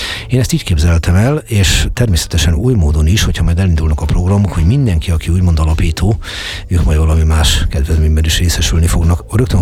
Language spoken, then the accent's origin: Hungarian; Jászárokszállás, Jász-Nagykun-Szolnok, Hungary; now in Budapest, Hungary; azt mondom, hogy budapesti vagyok, de jászárokszállási is vagyok, magyar vagyok, világpolgár vagyok